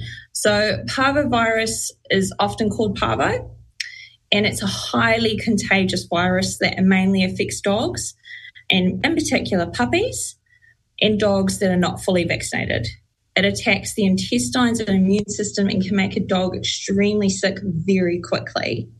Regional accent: Auckland, New Zealand; also born or lived in Papatoetoe / Otara; I hail from Manurewa, Papatoi, Otara, and my tribal area is Omao Bay.

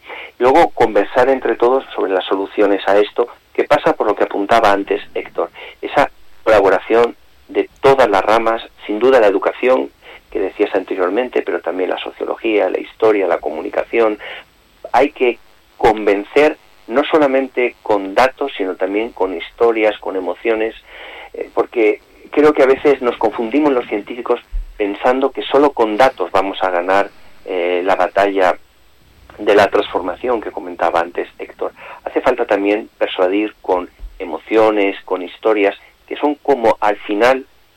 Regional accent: Villamediana de Iregua, La Rioja, Spain; moved away; me siento muy orgulloso de llevar siempre el nombre de La Rioja, de mi pueblo, de Villamediana, allí donde voy.

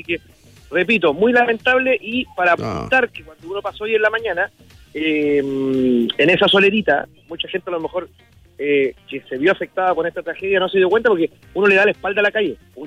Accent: Viña del Mar, Valparaíso, Chile; yo que soy del sector de Gómez Carreño

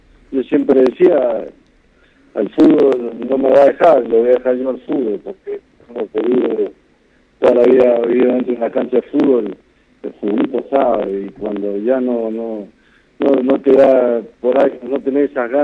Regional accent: Argentina; cómo somos los argentinos

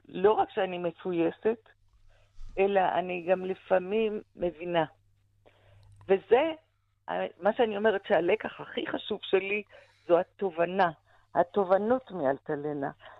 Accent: Ra'anana, Central District, Israel; born there; also born or lived in Bnei Brak; עזבנו את רעננה ועברנו לבני ברק

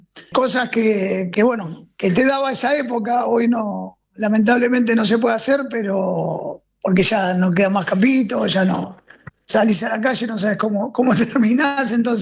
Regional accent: Argentina; De Becker, yo soy de Becker.

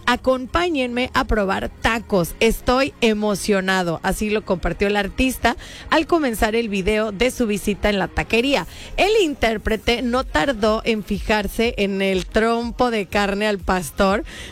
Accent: Mexico

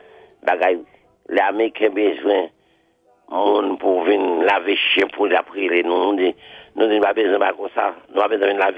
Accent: Haiti; Haïti, mon pays, ma terre natale

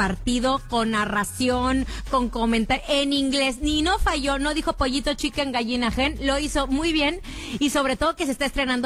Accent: Mexico; Yo, como buena mexicana, lo que sí le quería decir

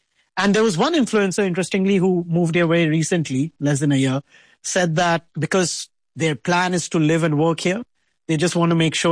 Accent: India; I come from India, I see that in India.

